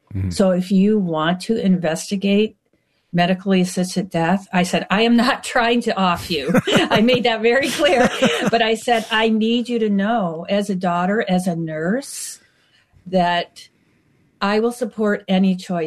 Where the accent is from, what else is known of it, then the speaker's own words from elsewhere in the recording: Canada; My daughter was very close to my mom, even though I am Canadian. All of my family lives in Canada